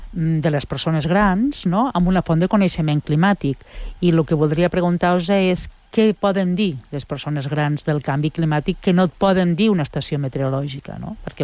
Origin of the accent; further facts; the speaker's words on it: Lleida, Catalonia, Spain; Jo soc de Lleida